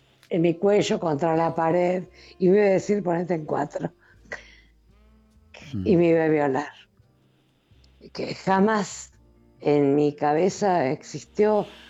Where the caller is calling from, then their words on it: San Vicente, Argentina; Vivo en San Vicente, quiero decir.